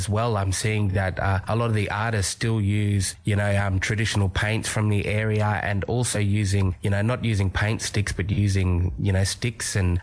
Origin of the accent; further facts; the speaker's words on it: Northern Territory, Australia; growing up here in the Northern Territory, we got the ocean by the sea